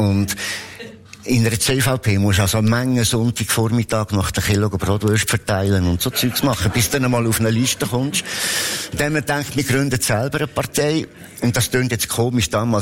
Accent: Lucerne, Switzerland; moved away; Und in Bern, ich als Luzerner, habe ich nicht einmal einen Beitrag auf Mundart lesen dürfen. Ich musste einen Berndeutschkurs machen.

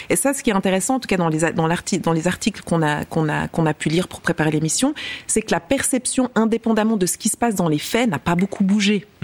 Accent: Switzerland; Comment est-ce qu'on se positionne en tant que Suisse ?

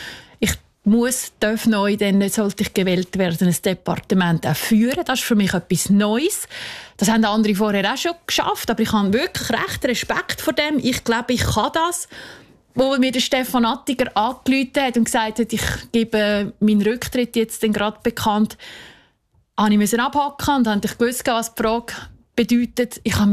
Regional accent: Aargau, Switzerland; Ich bin Aargauerin, dort fangen wir mal an. Also das ist mal das Wichtigste.

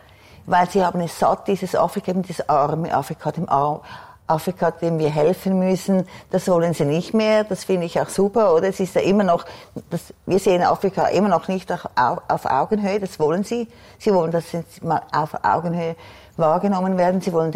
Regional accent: Switzerland; moved away as an adult; also born or lived in South Africa; als Schweizer

